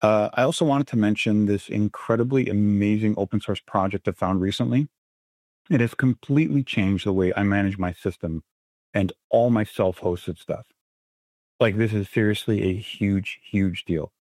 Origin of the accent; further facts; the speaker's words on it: Canada; I am Canadian, living in Canada.